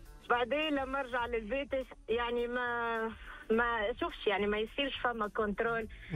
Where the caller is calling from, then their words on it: Riyadh, Riyadh Province, Saudi Arabia; من الرياض.